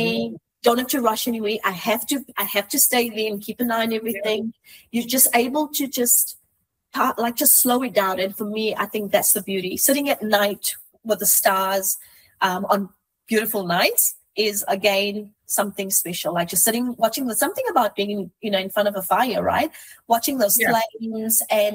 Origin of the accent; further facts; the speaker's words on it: Johannesburg, Gauteng, South Africa; this is the advantage of growing up in Johannesburg, lots of really big electric storms, you know.